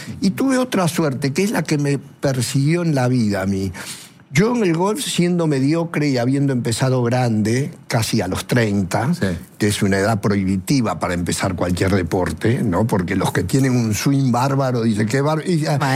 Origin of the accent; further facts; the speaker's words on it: Argentina; el único aficionado que había argentino, que era yo